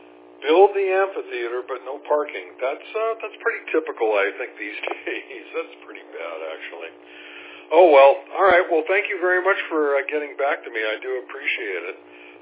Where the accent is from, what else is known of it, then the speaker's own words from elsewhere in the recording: Long Beach, California, United States; moved away as an adult; now in Flagstaff, United States; I was born and raised in Long Beach. Spent the first 44 years there, I believe, of my lifetime, and eventually escaped from California, and now I'm out here in Flagstaff, Arizona.